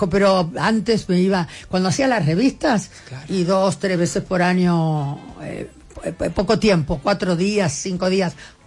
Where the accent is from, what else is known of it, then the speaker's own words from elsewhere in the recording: Argentina; Mi lugar en el mundo, la Argentina. Soy argentina hasta la muerte, porque tengo la suerte de haber conocido algunos países que amo